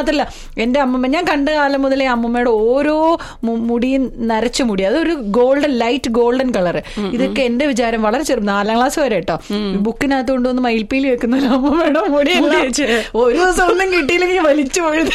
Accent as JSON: {"language": "Malayalam", "town": "Anchal", "region": "Kerala", "country": "India", "tie": "born or raised there", "said": "എന്റെ നാട് കൊല്ലം ജില്ലയിൽ അഞ്ചലാണ്"}